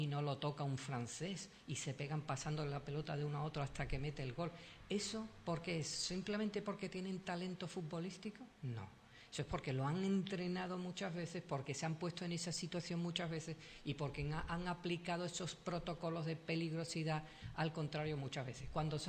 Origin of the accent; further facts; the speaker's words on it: Andalusia, Spain; porque yo soy andaluz y también me gustaría estar en una terraza.